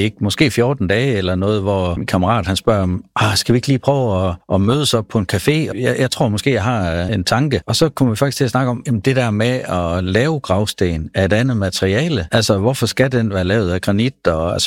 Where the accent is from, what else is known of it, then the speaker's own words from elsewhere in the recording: North Denmark Region, Denmark; moved away as an adult; now in Skive, Denmark; Det lader sig jo ikke fornægte, at jeg er nordjyde og født i Nordjylland, men dengang, at jeg skulle i lære, der måtte man flytte lidt efter lærepladserne.